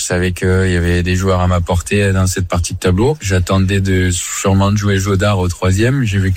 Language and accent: French; Velleron, Provence-Alpes-Côte d'Azur, France; moved away; Je viens de Velleron, donc c'est un mini village dans le sud, dans le Vaucluse.